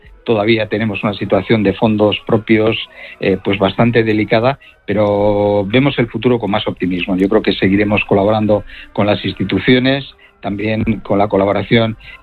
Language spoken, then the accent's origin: Spanish; Bilbao, Basque Country, Spain; como somos de Bilbao